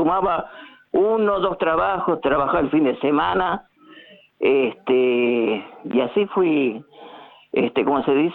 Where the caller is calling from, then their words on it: Castelar, Buenos Aires Province, Argentina; Estoy en la zona de Castelar y vendría a ser esto.